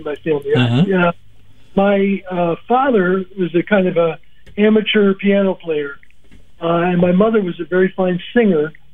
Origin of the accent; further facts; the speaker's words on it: New Canaan, Connecticut, United States; also born or lived in Woodstock, Connecticut; I'm pretty much of a Connecticut Yankee. I was born in Woodstock, Connecticut, and grew up in New Canaan, Connecticut, opposite corners of the state.